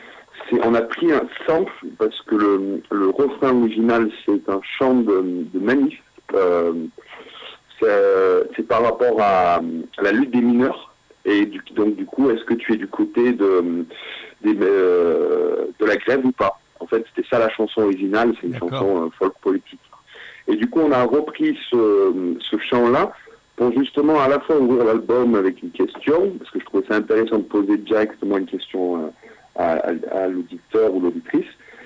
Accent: Scotland, United Kingdom; accent: Scottish; mon accent écossais qui varie sort de temps en temps dans les paroles, ça aide pas aussi.

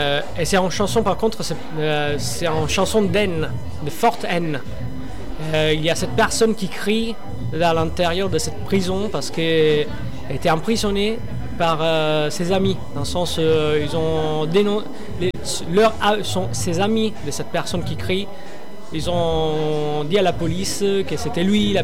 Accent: Sicily, Italy; first language Sicilian; French is a second language; je commençais aussi à chanter dans ma langue maternelle, en sens en sicilien, parce que j'ai rajouté dans mon set une chanson traditionnelle sicilienne

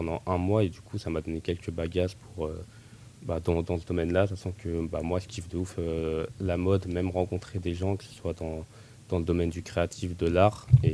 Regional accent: Orléans, Centre-Val de Loire, France; now in Tours, France; je suis originaire d'Orléans.

